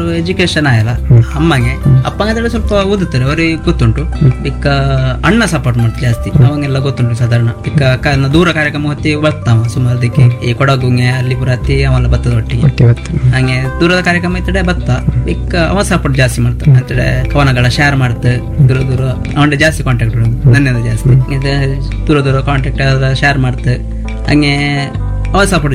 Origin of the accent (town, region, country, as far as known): Bandaru, Karnataka, India; first language Kumbara language